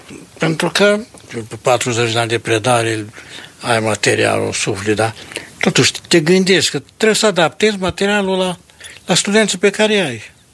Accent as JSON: {"language": "Romanian", "town": "Cluj", "region": "Cluj County", "country": "Romania", "tie": "born or raised there", "also_born_or_lived": "Bistrița", "said": "M-am născut în 1922 la Cluj. Fratele meu mai mari s-a născut la Năsăud. Părinții erau de acolo. Și până la 10 ani am stat la Cluj, la 10 ani ne-am mutat la Bistrița"}